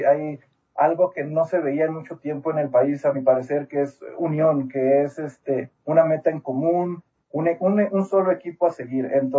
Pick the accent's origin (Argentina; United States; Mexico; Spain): Mexico; es una buena manera de expresar esa emoción que tenemos aquí como mexicanos de tener este evento histórico.